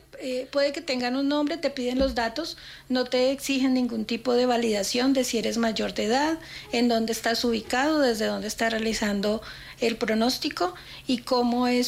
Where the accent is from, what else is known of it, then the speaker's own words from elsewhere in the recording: Colombia; now in Ecuador; Yo soy colombiana